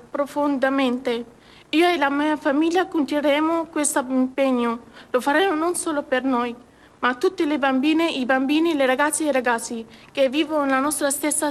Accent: Syria; Italian is a second language; now in Italy; sono originaria della Siria. Sono arrivata in Italia insieme alla mia famiglia da più di 8 anni fa. grazie ai corridoi comunitari.

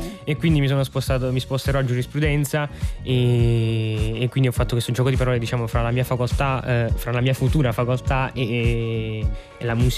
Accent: Avellino, Campania, Italy; moved away as an adult; now in Naples, Italy; Io comunque sono nato a Avellino, e Avellino è molto vicino a Napoli, quindi diciamo fin da piccolo ho sempre visto Napoli come la città, perché comunque Avellino è una città di provincia, ci conosciamo tutti rispetto a Napoli

